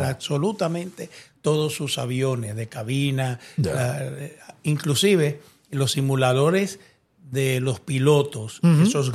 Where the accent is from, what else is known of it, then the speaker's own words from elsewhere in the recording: Santo Domingo, Dominican Republic; Soy de Santo Domingo.